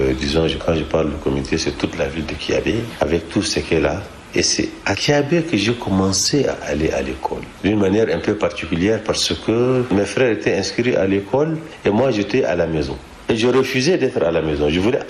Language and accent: French; Sarh, Moyen-Chari, Chad; born there; also born or lived in Kyabé; je suis né à Assar au quartier Bornou, à l'hôpital de Assar, bien sûr. La concession numéro 28 qui est la concession de mon grand-père. Mais j'ai été conçu à Kiabé parce que mes parents vivaient à Kiabé.